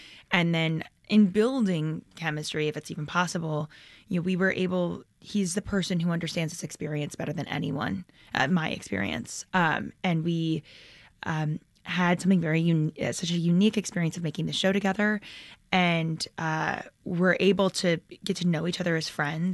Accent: Michigan, United States

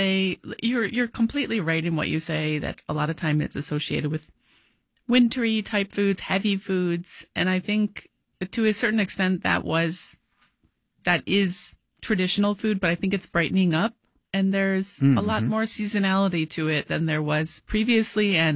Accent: Ohio, United States; moved away; I grew up in Ohio, yes.

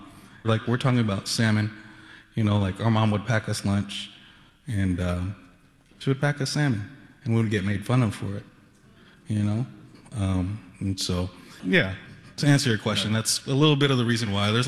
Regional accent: Renton, Washington, United States; It's funny, it's like I grew up in Renton, And high school over there, renting Indians, it's like, you know.

